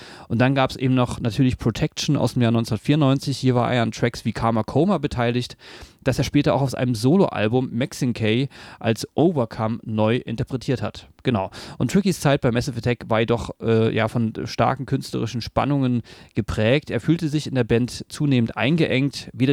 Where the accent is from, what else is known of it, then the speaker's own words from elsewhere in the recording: Berlin, Germany; Also ich komme aus Berlin, war da ist man jetzt mit der Szene, war?